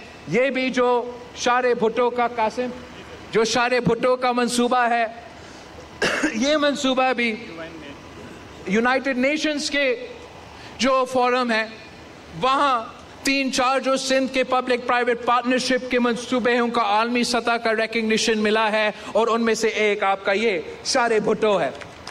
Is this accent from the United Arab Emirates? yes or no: yes; United Arab Emirates; تو میں یو اے ای میں بڑا ہوا, وہاں تعلیم حاصل کی